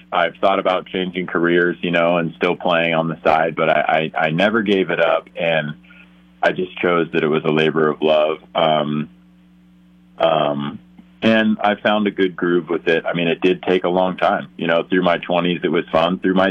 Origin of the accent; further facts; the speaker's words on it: Los Osos, California, United States; Growing up in Los Osos